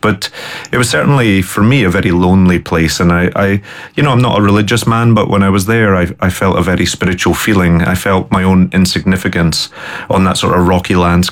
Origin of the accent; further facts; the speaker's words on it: Glasgow, Scotland, United Kingdom; I knew very little. I grew up in Glasgow. I was the son of a single mother, and my mother didn't have the means to show us the country.